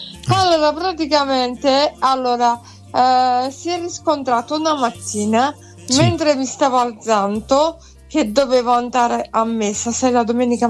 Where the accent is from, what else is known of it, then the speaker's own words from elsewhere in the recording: San Marco in Lamis, Apulia, Italy; Sì, sì, no, sono di San Marco in Lamis, provincia.